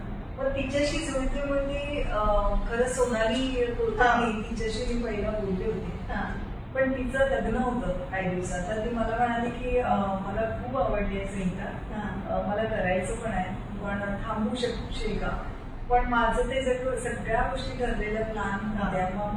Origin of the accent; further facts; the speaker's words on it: Wardha, Maharashtra, India; also born or lived in Nagpur / Amravati; मी जन्म नागपूरचा, मग नंतर वर्धेला काही वर्ष माझं शिक्षण झालं, मग तिथनं अमरावतीला आलो.